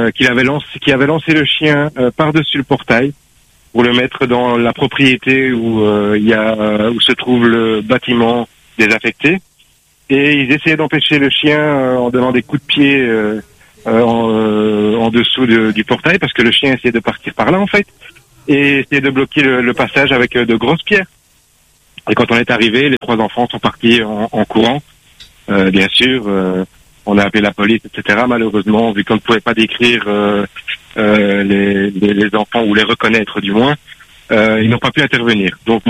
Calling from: Saint-André, Réunion; je vous appelle de Saint-André

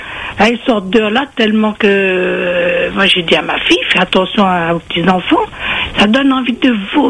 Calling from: Pays de la Loire, France; je suis de Vendée, moi, 85.

